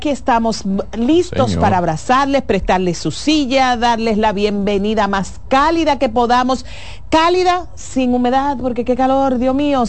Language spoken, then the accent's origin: Spanish; Dominican Republic; Yo sé de pelota como cualquier dominicano